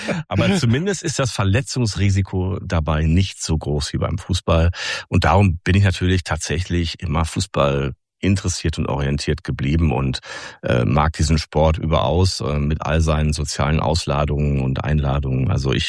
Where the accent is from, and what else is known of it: North Rhine-Westphalia, Germany